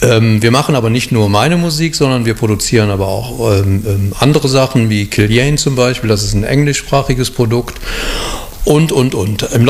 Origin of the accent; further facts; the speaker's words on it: Cologne, North Rhine-Westphalia, Germany; Und ich selber bin auch Kölner und sehr nah wohnhaft an Pulheim